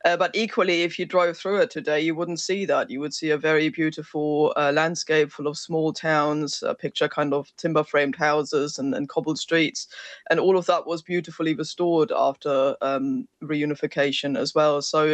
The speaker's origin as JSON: {"language": "English", "region": "East Germany", "country": "Germany", "tie": "born or raised there", "moved": "yes", "said": "I grew up in East Germany and in Eastern Germany"}